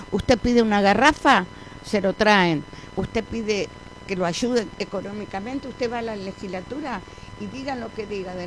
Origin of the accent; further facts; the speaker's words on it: Argentina; born there; now in Tierra del Fuego, Argentina; Yo nací en Argentina.